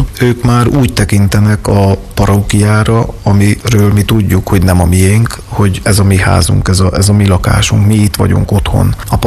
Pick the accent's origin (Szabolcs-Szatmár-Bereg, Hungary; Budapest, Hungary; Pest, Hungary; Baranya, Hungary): Szabolcs-Szatmár-Bereg, Hungary; én tényleg tőzsgyökeres szatmári vagyok